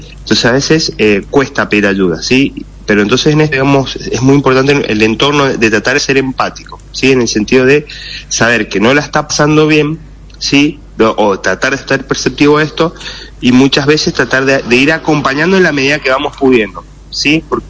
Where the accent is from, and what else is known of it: Argentina